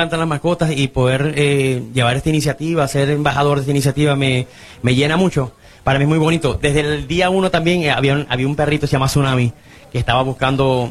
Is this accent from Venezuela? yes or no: yes; Venezuela; now in Puerto Rico; Y yo como venezolano, en esta isla